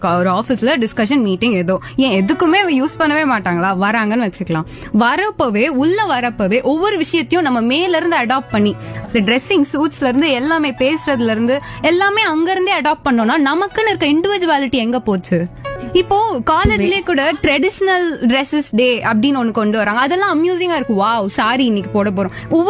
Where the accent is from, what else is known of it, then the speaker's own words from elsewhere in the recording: Tamil Nadu, India; என்னோட ஸ்டேட்ல இருக்கு தமிழ்நாட்டுல